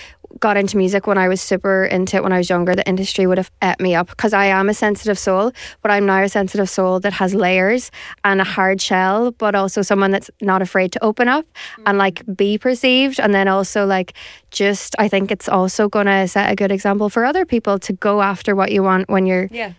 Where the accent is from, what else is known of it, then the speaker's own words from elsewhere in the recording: Downings, County Donegal, Ireland; also born or lived in Carrigart; Was born and raised in Downings around all the beaches and stuff, and then I moved up to like near my granddad's house in Carrigart. So I fly the flag for both towns.